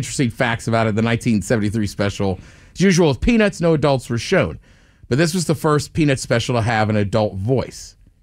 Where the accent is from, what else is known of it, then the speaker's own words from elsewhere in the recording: Seattle, Washington, United States; because I'm from Seattle.